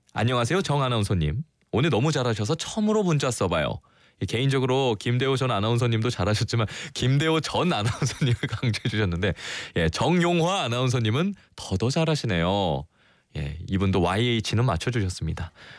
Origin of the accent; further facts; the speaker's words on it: Incheon, South Korea; 제가 또 인천 출신이라 갈매기와 일가견이 있습니다.